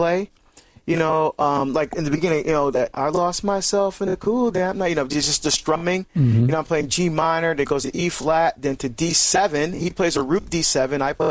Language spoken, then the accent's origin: English; Barbados; my mom was a cardiac care nurse, and we're from Barbados. That's where I was born